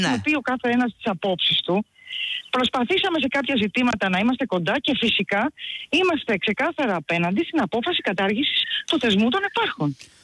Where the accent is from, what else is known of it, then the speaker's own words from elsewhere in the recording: Kos, South Aegean, Greece; γράφει ΚΟΣ και μετά το όνομά μου. Οπότε νιώθω παραπάνω υπερήφανη για το νησί μου.